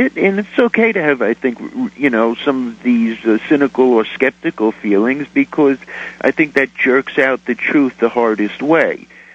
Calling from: Negril, Westmoreland, Jamaica; Negril, Jamaica

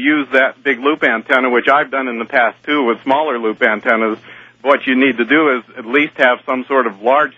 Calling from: Tehachapi, California, United States; calling from out in Tehachapi.

